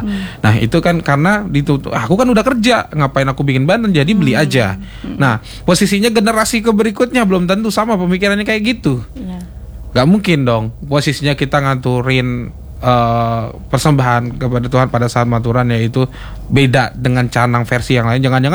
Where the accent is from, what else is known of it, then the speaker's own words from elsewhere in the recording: Bali, Indonesia; tanggung jawab kita sebagai orang Bali atau perempuan Bali